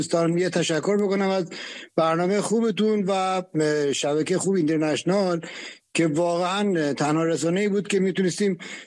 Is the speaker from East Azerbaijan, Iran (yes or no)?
no; Mazandaran, Iran; من از مازندرانم، با اسم مستعارم دارم با شما صحبت میکنم